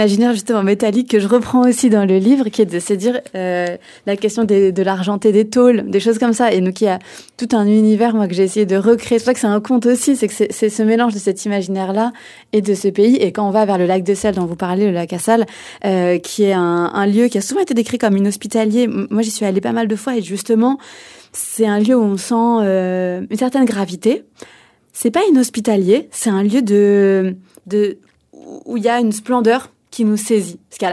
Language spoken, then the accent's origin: French; Poitiers, Nouvelle-Aquitaine, France; also born or lived in Djibouti; now in Paris, France; Je suis franco-djiboutienne, j'ai grandi à Djibouti jusqu'à mes 6 ans, du coup, et ensuite, j'ai grandi à Poitiers, et puis là, je suis à Paris.